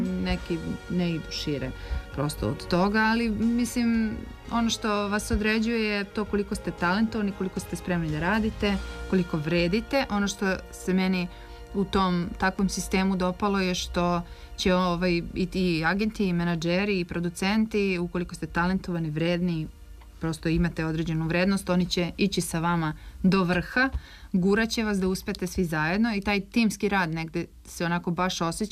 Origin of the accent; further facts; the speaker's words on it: Serbia; kad sam rekla … ja sam iz Srbije i tako da.